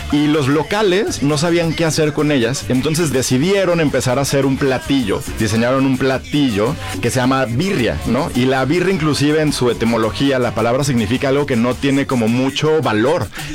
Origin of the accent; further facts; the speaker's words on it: Mexico; Y el mexicano, pues le encontramos sabor a limón y a chile.